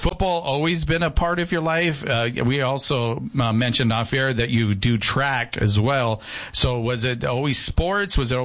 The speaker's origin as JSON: {"language": "English", "town": "Jacksonville", "region": "Florida", "country": "United States", "tie": "born or raised there", "moved": "yes", "lives_now": "Yuma, United States", "said": "Jacksonville, born and raised? Yeah."}